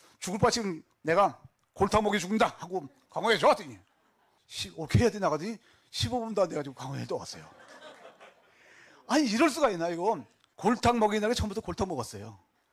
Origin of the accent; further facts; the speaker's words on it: North Korea; now in South Korea; 해서 난 북한 놈 맞아.